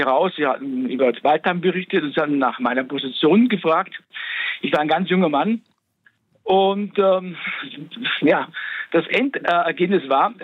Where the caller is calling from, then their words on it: Austria; wegen der deutschen Sprache, wegen meiner Abstammung und weil ich noch dazu Österreicher war